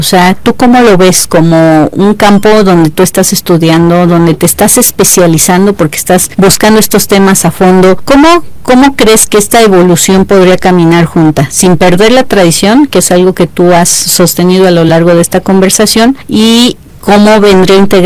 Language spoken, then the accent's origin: Spanish; Mexico; esto que nos da identidad como mexicanos.